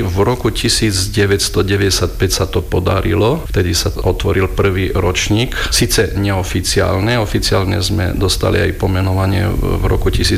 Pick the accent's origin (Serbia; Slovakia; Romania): Romania; u nás v Rumunsku